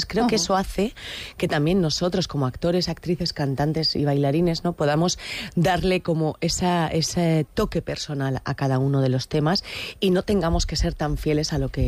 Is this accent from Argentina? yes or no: no; Eibar, Basque Country, Spain; yo soy vasca también, soy de Eibar, uh-huh, he hecho mucha carrera aquí en Euskadi, he trabajado mucho aquí y también he trabajado en Madrid en mis últimos años de carrera.